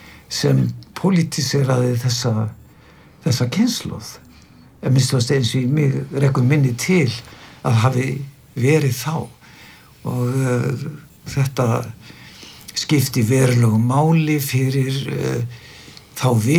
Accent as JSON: {"language": "Icelandic", "town": "Stórgiljá", "region": "Northwestern Region", "country": "Iceland", "tie": "born or raised there", "said": "ég var upp alinn svona hálfuleiti á Stórgiljá. Norður Húnaþingi"}